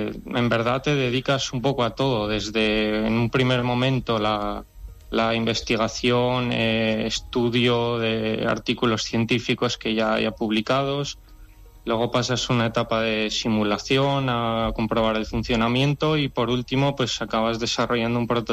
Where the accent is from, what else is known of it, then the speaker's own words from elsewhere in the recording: Zaragoza, Aragon, Spain; born there; Yo ya nací aquí en Zaragoza.